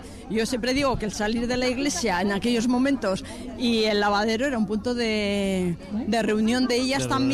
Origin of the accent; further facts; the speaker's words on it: Arbulo, Basque Country, Spain; soy de Arbulo y en estos momentos soy la presidenta de la Asociación de Mujeres Agricultoras y Ganaderas de Álava.